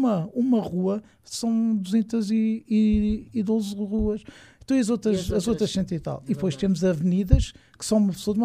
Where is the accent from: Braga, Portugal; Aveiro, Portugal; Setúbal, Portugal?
Setúbal, Portugal; Fernão Ferro; also born or lived in Torres Vedras; now in Quinta do Conde, Portugal; eu sinto que sou de cá, que eu vivo cá há 21 anos, mas já frequento a Quinta do Conde há muito mais anos, porque eu cresci aqui ao lado, cresci na Infernão Ferro, e sempre vim aqui à Quinta do Conde.